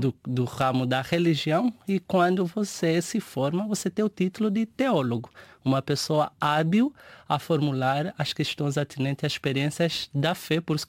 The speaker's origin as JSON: {"language": "Portuguese", "country": "Angola", "tie": "born or raised there", "said": "Eu cresci dentro de um lar cristão, de certa forma"}